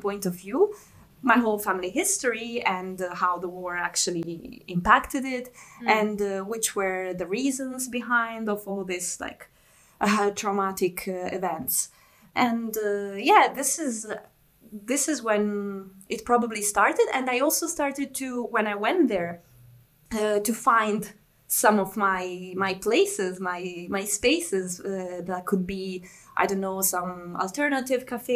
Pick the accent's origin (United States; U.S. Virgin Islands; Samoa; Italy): Italy; English is a second language; Although I grew up in Italy, I went to school in Italy, I learned a good Italian. Actually, I speak better Italian than I speak my language, Bosnian, Serbian, Croatian, whatever we want to call it.